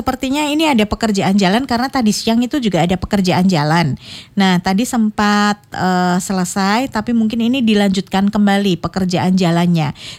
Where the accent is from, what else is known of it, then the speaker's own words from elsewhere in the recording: South Kalimantan, Indonesia; Kebetulan saya asli dari Kalimantan Selatan, di mana ibu saya bilang kepercayaan orang Banjar